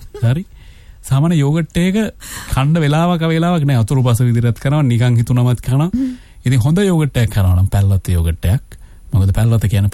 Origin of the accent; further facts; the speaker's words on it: Kandy, Central Province, Sri Lanka; now in Colombo, Sri Lanka; කොළඹ හිටියට අපි නුවර